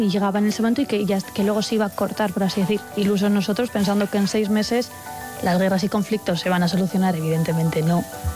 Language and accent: Spanish; San Sebastián, Basque Country, Spain; also born or lived in Leioa / Bilbao